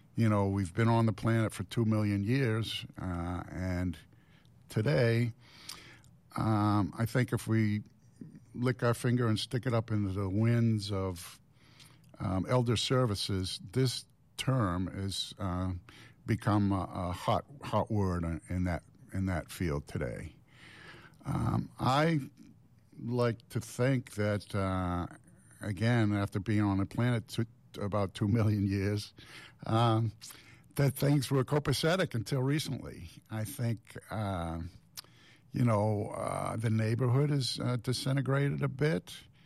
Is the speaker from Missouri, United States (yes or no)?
no; Baltimore, Maryland, United States; born there; now in Boston, United States; when I was growing up, I grew up on the Mason-Dixon line, so grandma was the way we said it